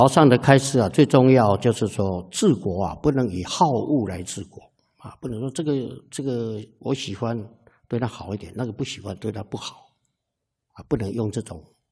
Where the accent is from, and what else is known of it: Taiwan